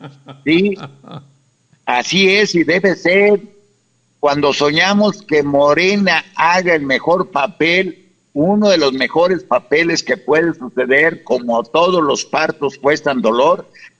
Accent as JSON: {"language": "Spanish", "region": "Michoacán", "country": "Mexico", "said": "yo soy paisano"}